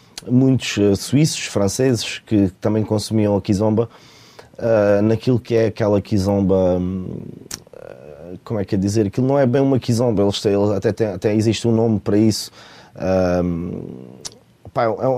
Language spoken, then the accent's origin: Portuguese; Silves, Algarve, Portugal; moved away as an adult; also born or lived in Lausanne; Eu cresci, portanto, num bairro em Silves